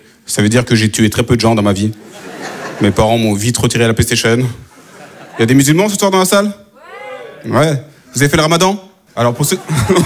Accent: France; born there

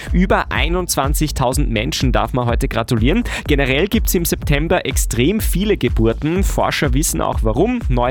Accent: Austria; Die Paketsteuer in Höhe von 2 Euro kommt bei uns in Österreich ab Oktober.

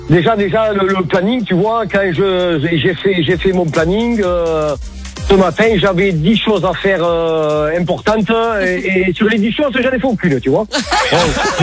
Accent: Sigean, Occitanie, France; Je suis de Sigean, juste à côté de Narbonne.

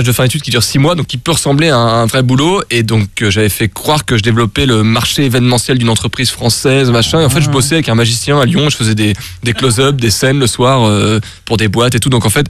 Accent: Mauritius; C'est vrai que je suis mauricien

